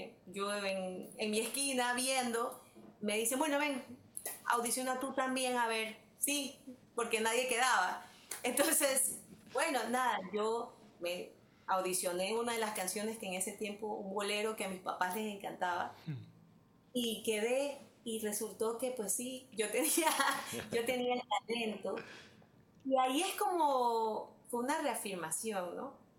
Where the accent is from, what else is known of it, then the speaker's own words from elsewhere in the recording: Guayaquil, Guayas, Ecuador; also born or lived in Quito; Yo soy guayaquileña, okay, pero viví en Quito un tiempo.